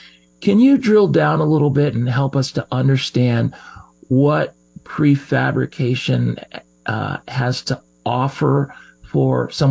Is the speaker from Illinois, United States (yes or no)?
no; Seattle, Washington, United States; I could tell you that I grew up here in the Seattle area, and pretty much all my life